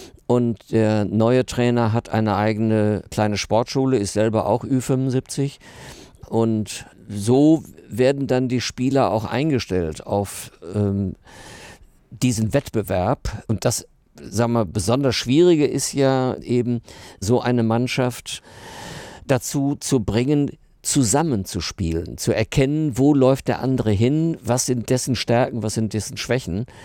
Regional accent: Herne, North Rhine-Westphalia, Germany; Und ich stamme aus Herne und Hans Tilkowski war mein Idol.

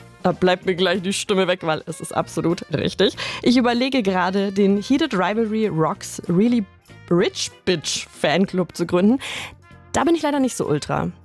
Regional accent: Bayreuth, Bavaria, Germany; Der hält nämlich nicht in Bayreuth meiner Heimatstadt.

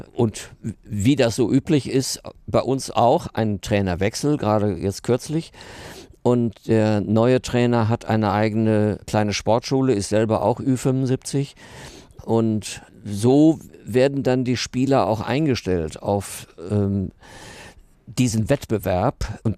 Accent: Herne, North Rhine-Westphalia, Germany; ich stamme aus Herne

